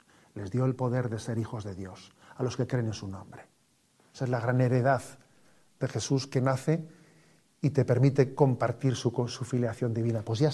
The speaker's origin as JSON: {"language": "Spanish", "town": "San Sebastián", "region": "Basque Country", "country": "Spain", "tie": "born there", "said": "Yo siendo un chavalillo aquí en el colegio de Mundaiz"}